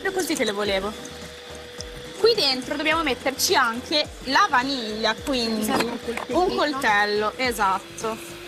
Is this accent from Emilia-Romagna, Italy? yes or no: yes; Emilia-Romagna, Italy; sono romagnola.